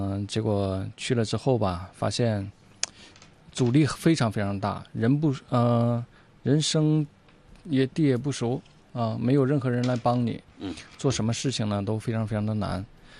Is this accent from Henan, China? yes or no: no; Yanbian, Jilin, China; born or raised there